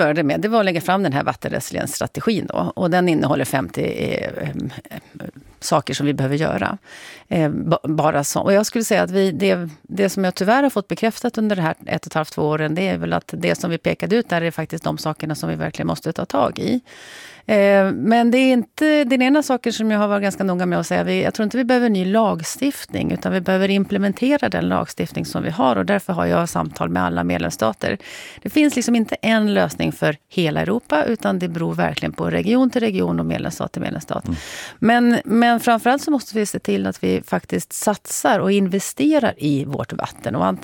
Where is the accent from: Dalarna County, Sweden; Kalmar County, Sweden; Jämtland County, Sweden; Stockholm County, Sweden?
Dalarna County, Sweden; Avesta; Sen är jag uppvuxen i Avesta, så det är inte så långt, så jag vet precis hur Fagersta ser ut.